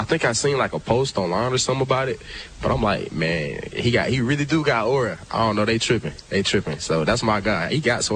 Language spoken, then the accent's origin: English; Georgia, United States; now in Arkansas, United States; I'm from Georgia too